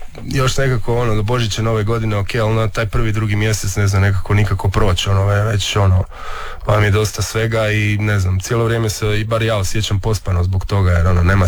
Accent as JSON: {"language": "Croatian", "town": "Rijeka", "region": "Primorje-Gorski Kotar County", "country": "Croatia", "lives_now": "Gothenburg, Sweden", "said": "i onda iz Zagreba sam treba doći do Rijeke još, ali okay. Jednom kad sam u Zagrebu sam već doma, ono, u glavi."}